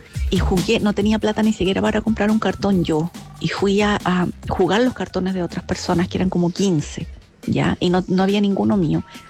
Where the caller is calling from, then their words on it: Talca, Maule, Chile; de Talca.